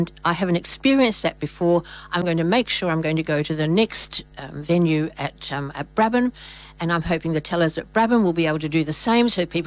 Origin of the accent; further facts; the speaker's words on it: Swan Valley, Western Australia, Australia; also born or lived in Croatia; Well, I thought that because I'm a resident of the Swan Valley. I grew up in the Swan Valley, and I haven't, apart from going to live in Croatia for a long time, or not quite a year, I came back to the valley